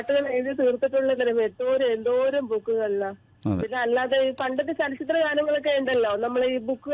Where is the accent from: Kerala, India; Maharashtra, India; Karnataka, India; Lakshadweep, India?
Kerala, India; Tiruvalla; born there; also born or lived in Kattakada, Thiruvananthapuram; now in North Paravur, India; ഞാൻ 1-4 ക്ലാസ് മുതൽ 10-ം ക്ലാസ് വരെ തിരുവല്ല ബോർഡിംഗ് സ്കൂളിലാണ് പഠിച്ചേ.